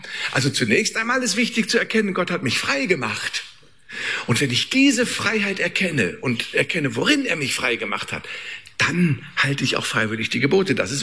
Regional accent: Bremen, Germany; moved away as an adult; also born or lived in Frankfurt / Freiburg; Ich stamme aus Bremen, bin durchs Studium in den Süden Deutschlands gekommen. Ich habe zunächst bei den Jesuiten studiert, weil ich Jesuitenschüler bin aus Bremen.

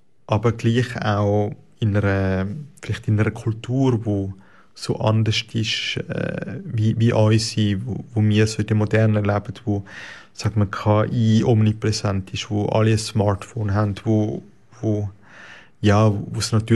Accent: Switzerland; egal jetzt bei uns in der Schweiz oder eben in Paraguay im Chaco.

